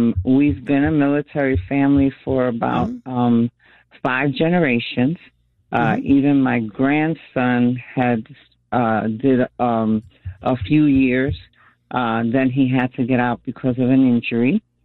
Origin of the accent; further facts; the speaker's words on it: Bronx, New York, United States; I'm a Bronx girl, first mm-hmm. of all.